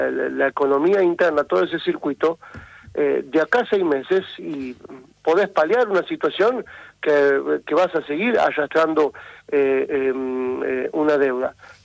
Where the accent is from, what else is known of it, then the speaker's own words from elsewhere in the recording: La Rioja, Argentina; Por eso mismo, porque no tenemos los riojanos, hablo como riojano, digamos, por eso digo, claro.